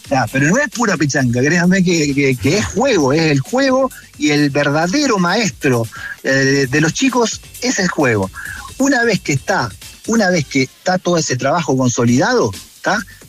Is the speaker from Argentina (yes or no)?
yes; Argentina; Discúlpeme, pero soy argentino, discúlpeme.